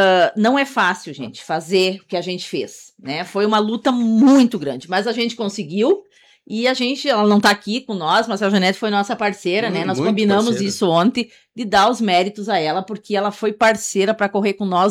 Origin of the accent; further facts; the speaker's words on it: Rio Grande do Sul, Brazil; now in Santa Bárbara do Sul, Brazil; Eu sou natural de Pinheiro Marcado